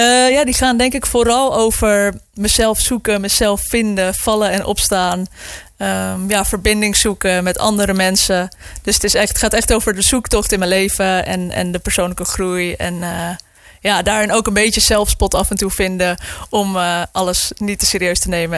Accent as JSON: {"language": "Dutch", "town": "Amsterdam", "region": "North Holland", "country": "Netherlands", "said": "Ik kom zelf uit Amsterdam."}